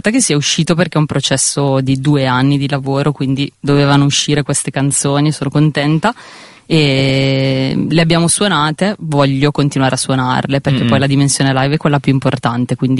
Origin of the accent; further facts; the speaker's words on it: Brescia, Lombardy, Italy; moved away as an adult; now in Bologna, Italy; io sono originaria di Brescia